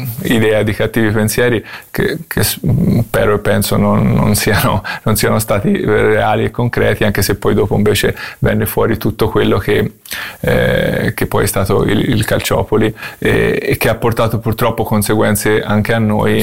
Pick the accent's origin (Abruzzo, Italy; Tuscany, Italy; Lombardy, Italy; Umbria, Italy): Tuscany, Italy; also born or lived in Ghizzano